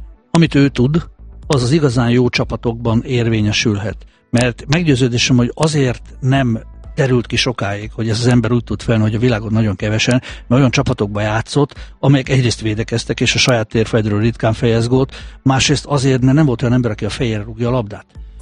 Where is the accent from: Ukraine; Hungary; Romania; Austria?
Hungary; megtudták, hogy magyarok vagyunk